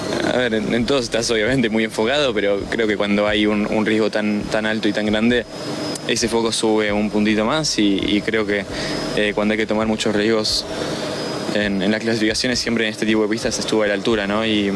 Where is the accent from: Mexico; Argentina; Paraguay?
Argentina; demostrar que soy argentino y que estoy muy, muy orgulloso de serlo y de llevar esa bandera argentina por la pista